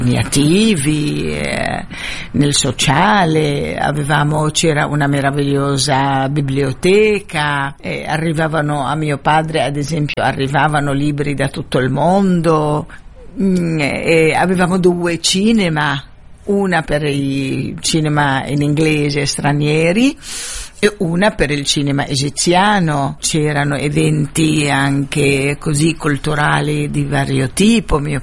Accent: Gaza, Gaza Strip, Palestine; moved away as an adult; ma io sono nata e cresciuta a Gaza, io mi considero di palestinese di Gaza ovviamente

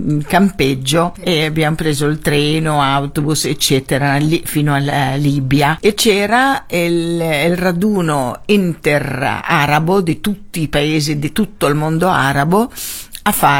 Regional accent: Gaza, Gaza Strip, Palestine; moved away as an adult; Ma nessuno di noi è in realtà originari di Gaza, ma io sono nata e cresciuta a Gaza, io mi considero di palestinese di Gaza, ovviamente.

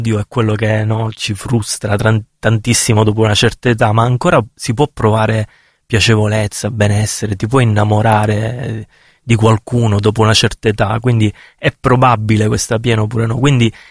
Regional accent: Misilmeri, Sicily, Italy; Nel mio paese, che è Misilmeri, in provincia di Palermo

